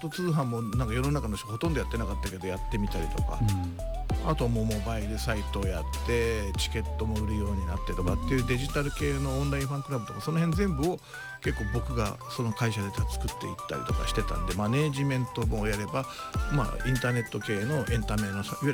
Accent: Tokyo, Japan; 僕東京なんですよ。

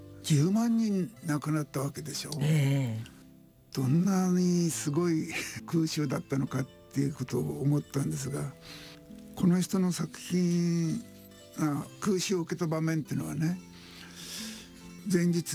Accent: Yamagata, Japan; 僕はあの小さい時に山形県で育ったんですが、シベリアからね僕の町に3人を帰ってきたんですよね。

